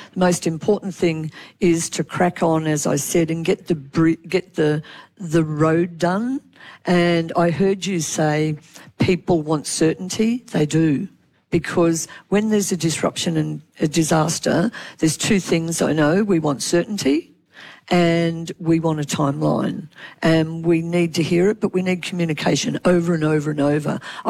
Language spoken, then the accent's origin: English; Lismore, New South Wales, Australia; I come from Lismore, so I've got quite a bit of experience